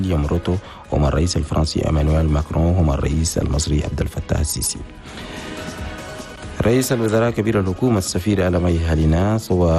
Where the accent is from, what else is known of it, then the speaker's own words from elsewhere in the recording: Chad; بلدنا تشاد